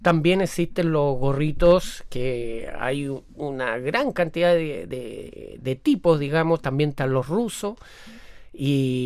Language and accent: Spanish; Longaví, Maule, Chile; Yo soy de Las Motas.